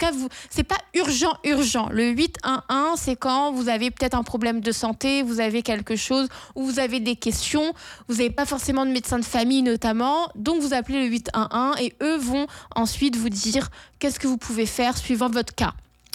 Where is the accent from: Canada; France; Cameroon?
Canada; New Brunswick; Et c'était le cas dans plusieurs provinces au Canada, en Ontario, au Québec et aussi par chez nous, au NB, en Nouvelle-Écosse aussi.